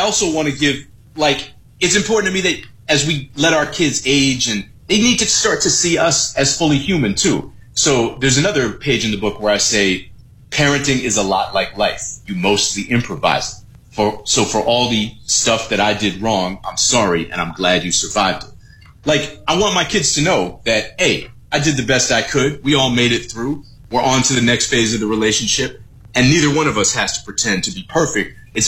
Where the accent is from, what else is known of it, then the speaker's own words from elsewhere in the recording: Boston, Massachusetts, United States; I mean, I'm from Boston, so like Cheers was mandatory viewing.